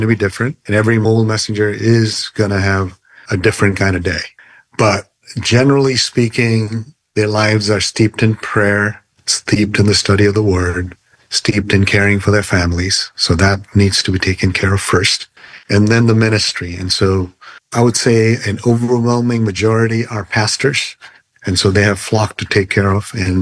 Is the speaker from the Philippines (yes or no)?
no; India; moved away; I grew up in India on the mission field.